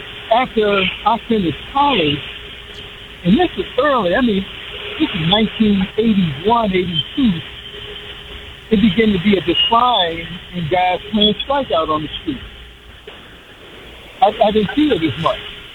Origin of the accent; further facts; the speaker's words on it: Chicago, Illinois, United States; I grew up in the Jesse Mountains